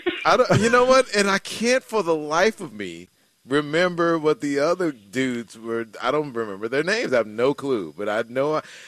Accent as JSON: {"language": "English", "town": "Dallas", "region": "Texas", "country": "United States", "tie": "born or raised there", "said": "I'm in Dallas. It's my hometown."}